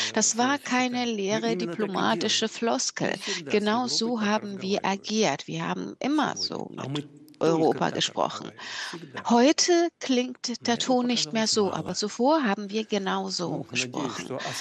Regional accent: Saint Petersburg, Russia; Ich stamme aus St. Petersburg und das ist die kulturelle Hauptstadt Russlands

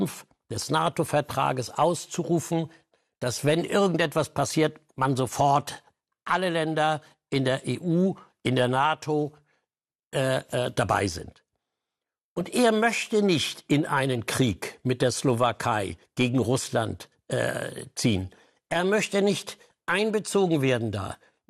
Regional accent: Germany

